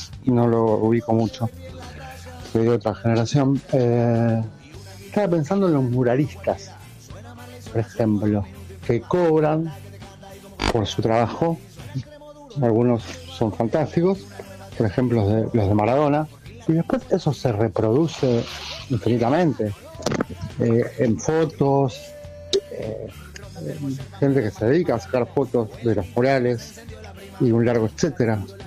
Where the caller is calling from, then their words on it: Lanús, Buenos Aires Province, Argentina; de Lanús.